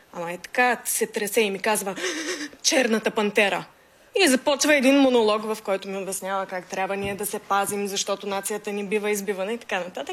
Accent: Shumen, Shumen Province, Bulgaria; аз си казах, че съм от Шумен.

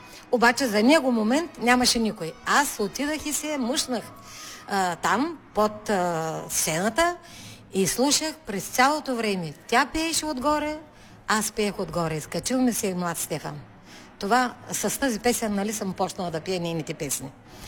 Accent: Chantulovo, Sliven Province, Bulgaria; Аз съм от него край. Бати Йовчо от Селиминово, аз съм от Чантулово. На 5 км ни е разликата от селата.

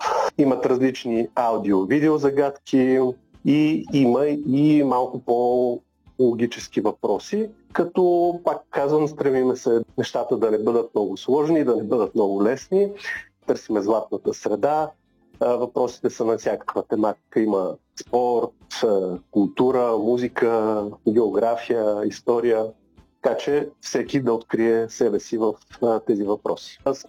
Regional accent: Pernik, Pernik Province, Bulgaria; Аз съм родом от Перник

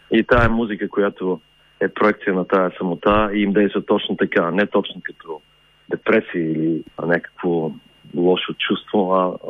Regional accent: Gotse Delchev, Blagoevgrad Province, Bulgaria; moved away; also born or lived in Norway; Аз съм от Гоце Делчев и тъй като се прибрах тук заради майка ми да съм по-близо до нея, която навърши 90 години преди два дни, между другото. И тая е близо с Гърция и морето.

